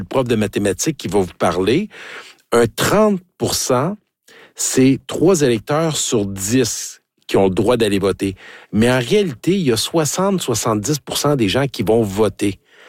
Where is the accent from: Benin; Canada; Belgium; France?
Canada; Quebec; Et ça arrive jusque dans mon coin de pays, dans Richmond, dans Arthabasca.